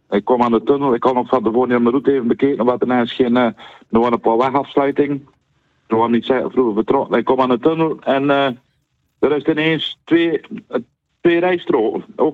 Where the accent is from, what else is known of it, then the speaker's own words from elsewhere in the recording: Biervliet, Zeeland, Netherlands; Biervliet.